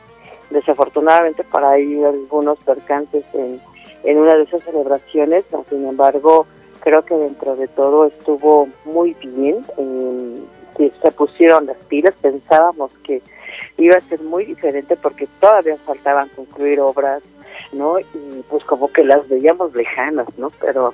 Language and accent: Spanish; Mexico